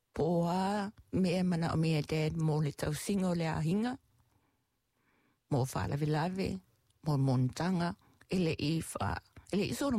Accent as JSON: {"language": "English", "country": "Samoa", "tie": "born or raised there", "said": "I grew up in Samoa with a whole lot of my brothers and sisters."}